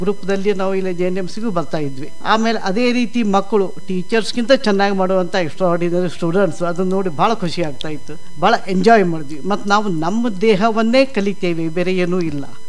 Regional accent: Belagavi, Karnataka, India; born there; also born or lived in Bhatkal / Savadatti; ನಂತರ ಬೆಲ್ಗಾಮ್ ಟ್ರಾನ್ಸ್ಫರ್ ಆಯಿತು. ಹೀಗೆ ನಮ್ಮ ಬೇರೆ ಬೇರೆ ಊರಲ್ಲಿ ನಮ್ಮ ಶಿಕ್ಷಣ ಕಂಟಿನ್ಯೂ ಆಗ್ತಾ ಹೋಯಿತು. 1964 ಬೆಲ್ಗಾಮ್ ಬಂದ್ವಿ.

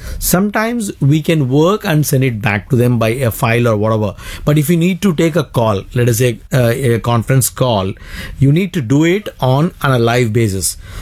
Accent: India; Let us say you're all Indian, you know, here. So there is a responsibility as an Indian that we need to do it.

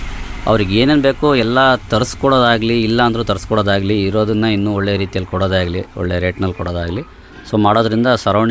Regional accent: Shivamogga, Karnataka, India; ಎಲ್ಲ ಶಿವಮೊಗ್ಗದಲ್ಲೇ. 81 ಬರ್ತ್, D V S ಸ್ಕೂಲಲ್ಲಿ ಎಲ್ಲ ಸ್ಟಡಿ ಮಾಡಿರೋದು.

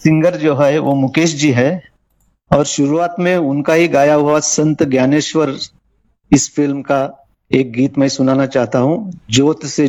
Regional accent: Goa, India; मैं गोवा का रहने वाला हूँ

